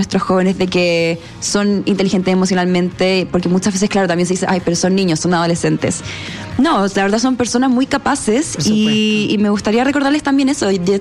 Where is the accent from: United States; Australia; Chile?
Chile; Viña del Mar, Valparaíso; moved away as an adult; now in Santiago, Chile; Yo soy de Viña, pero me vine acá a estudiar la universidad hace varios años y estoy viviendo aquí.